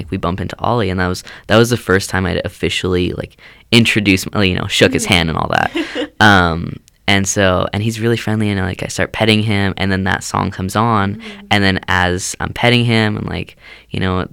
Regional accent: North Vancouver, British Columbia, Canada; I'm from North Vancouver, and it's like very foresty there, and I live like a block away from a forest

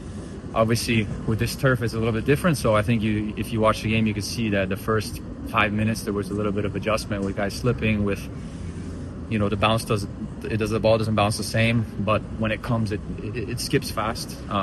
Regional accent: Belgium; moved away as an adult; now in Canada; I grew up in Belgium, and it was a very, very competitive environment. And so I never had my opportunity there. And then I came to Canada

